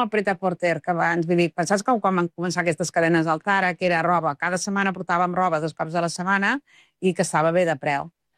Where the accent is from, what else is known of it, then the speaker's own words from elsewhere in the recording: Sabadell, Catalonia, Spain; I després jo estudiava amb una amiga, perquè sóc de Sabadell, una amiga que vivia a Sant Cugat